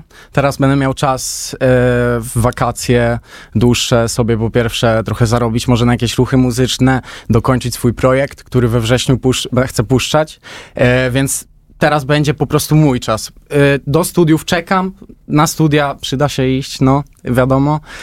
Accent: Warsaw, Masovian Voivodeship, Poland; jestem z Bemowa

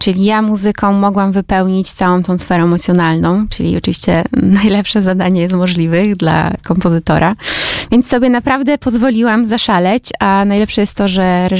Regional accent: Tczew, Pomeranian Voivodeship, Poland; moved away; also born or lived in Gdańsk / Sopot; Ja z morzem jestem związana od dziecka, bo ja w ogóle oryginalnie pochodzę z Tczewa

